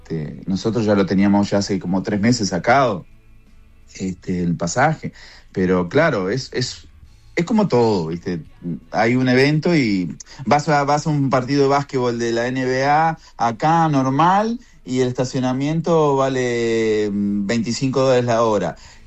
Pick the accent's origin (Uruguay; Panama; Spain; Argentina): Uruguay; Maldonado; now in Miami, United States; Punta del Este, yo soy de Maldonado. Punta del Este es una cosa y donde yo vivía, Maldonado es otra.